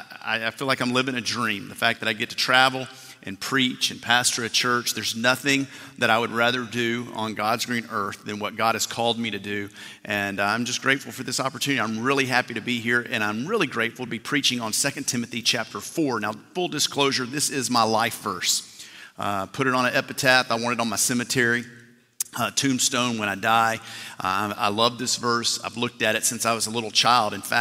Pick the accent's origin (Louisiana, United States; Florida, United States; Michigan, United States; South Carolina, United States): Louisiana, United States; Bossier City; now in Houston, United States; my mom and dad, who still live where I grew up in Bossier City, Louisiana.